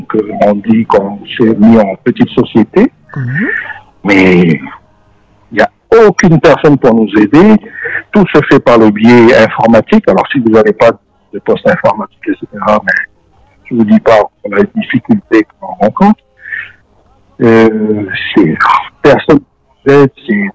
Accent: New Caledonia; born there; je suis calédonien de naissance, mais ayant voyagé un peu partout, à Tahiti

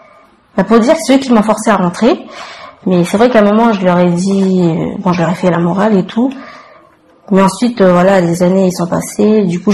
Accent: Canala, North Province, New Caledonia; j'ai 21 ans, je suis originaire de Kanala Ponérewan

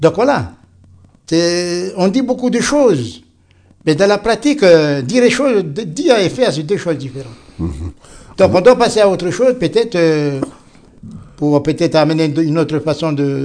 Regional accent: Saint-Louis, Senegal; Parce qu'à Saint-Louis, là où je suis, moi, je suis de Saint-Louis. On plantait le riz à Saint-Louis, quand on était tout petit, quoi, enfin 10 ans, 11 ans, on plantait le riz avec les Chinois.

